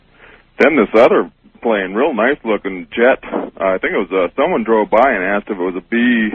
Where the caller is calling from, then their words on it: Tucson, Arizona, United States; calling out of Tucson, KTUC.